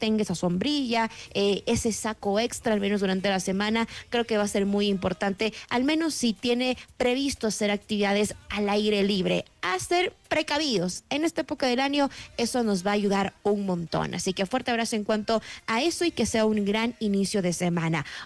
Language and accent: Spanish; Ecuador; todas las culturas que tenemos y que nos forman como ecuatorianos